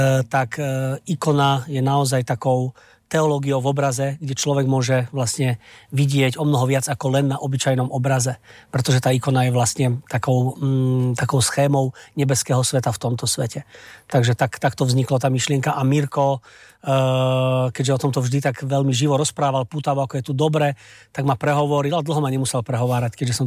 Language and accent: Slovak; Žilina Region, Slovakia; pôsobil na Turci, odkiaľ pochádzam